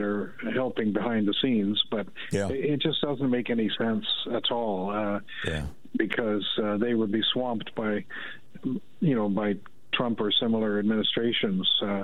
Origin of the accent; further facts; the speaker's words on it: Canada; As a Canadian, you know, there's many of us are really upset what's going on in the United States